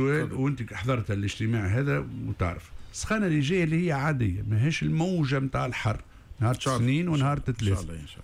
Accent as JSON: {"language": "Arabic", "country": "Tunisia"}